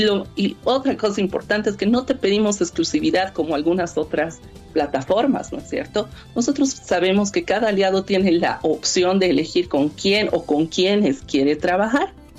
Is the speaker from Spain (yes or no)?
no; Bolivia; nosotros, que somos bolivianos